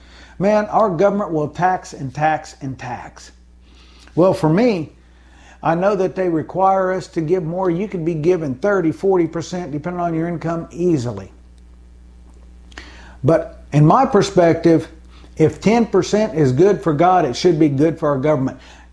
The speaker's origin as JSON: {"language": "English", "country": "United States", "said": "I'm part of that system as an American."}